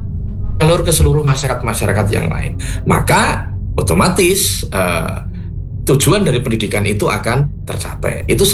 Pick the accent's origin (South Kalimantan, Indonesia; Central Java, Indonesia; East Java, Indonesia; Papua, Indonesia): Central Java, Indonesia; Surakarta; born or raised there